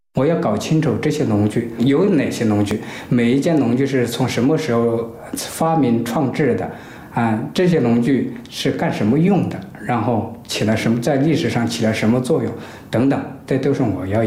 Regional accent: southern China, China; 因为我们是南方人

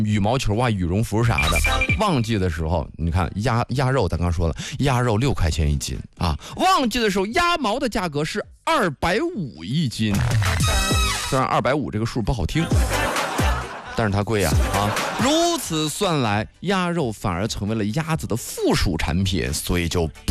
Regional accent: Nangong, Hebei, China; moved away; 我老家是南宫的，

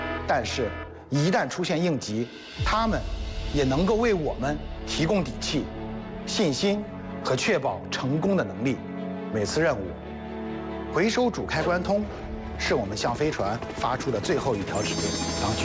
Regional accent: China; 是我们每一个中国人都为之骄傲自豪的事情。

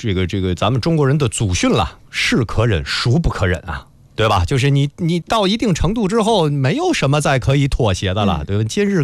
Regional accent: Canada; 这是我们加拿大人的整个我们的文脉和乡愁啊

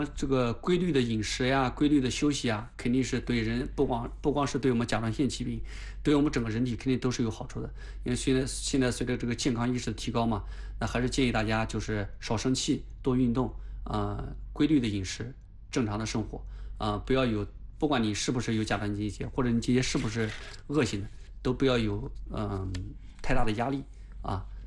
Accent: Anhui, China; 尤其是我们安徽人，像我们内地人，这个海产品摄入量本身就很少，

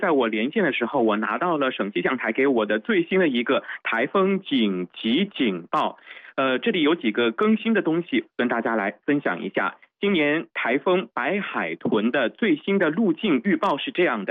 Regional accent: Yueqing, Zhejiang, China; now in Hangzhou, China; 因为我的老家在乐清

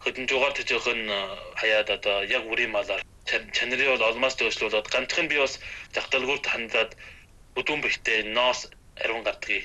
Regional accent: Inner Mongolia, China; Манай өвөр Монгол орн хол хол сууж байгаа биш үү да.

